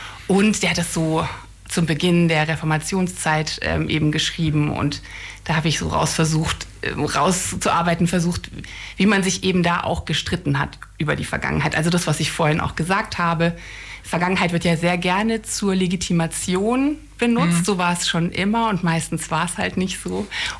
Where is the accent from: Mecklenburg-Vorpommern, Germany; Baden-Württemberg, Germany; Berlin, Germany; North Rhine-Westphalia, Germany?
Baden-Württemberg, Germany; Heilbronn; Also meine Familie ist sehr oft umgezogen. Zur Schule gegangen bin ich in Heilbronn.